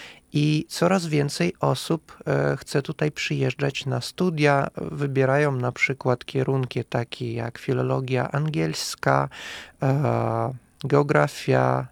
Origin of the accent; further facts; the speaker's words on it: Kazakhstan; now in Poland; ja zawsze mówię, że jestem Kazachstańczyk, czyli nie Kazach, chociaż na początku odbierano mnie jako Kazacha, nazywano mnie Kazachem, ja musiałem poprawiać, tak, że Kazachstan to jest wielonarodowy kraj